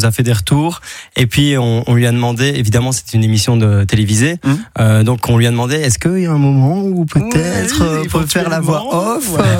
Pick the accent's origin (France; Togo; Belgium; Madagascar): Belgium; Liège, Wallonia; moi je suis donc le belge du trio, oui. Je viens tout droit de Liège